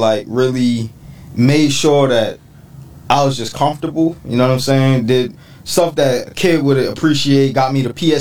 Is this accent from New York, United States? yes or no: yes; New York City, New York, United States; You know, I grew up around Times Square.